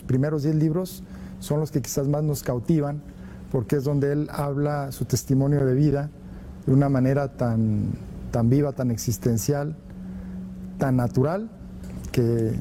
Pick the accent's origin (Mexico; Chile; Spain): Mexico; Capilla Guadalupe, Jalisco; desde mi párroco en mi pueblo, en Capilla Guadalupe, Jalisco, soy oriundo de Jalisco